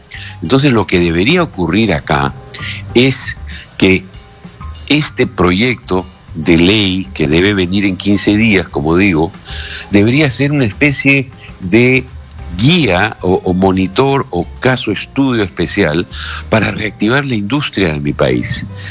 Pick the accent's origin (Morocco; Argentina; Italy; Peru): Peru; el problema del sector textil, confecciones en mi país